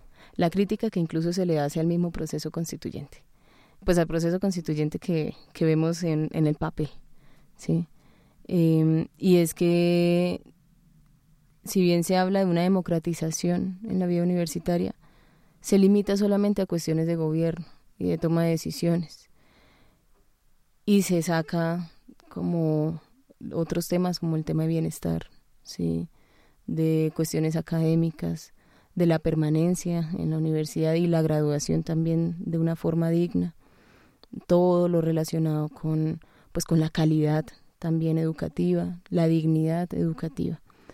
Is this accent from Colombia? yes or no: yes; Colombia; la realidad que vivimos como sociedad colombiana